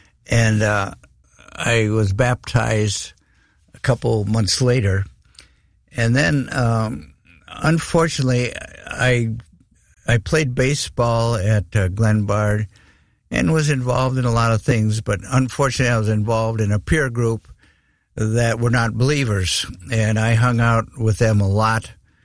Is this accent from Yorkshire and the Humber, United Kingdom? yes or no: yes; Brighouse, Yorkshire and the Humber, United Kingdom; born there; So she got over there, and lo and behold, I was born in Brig House, Yorkshire, England, up near the border of Scotland.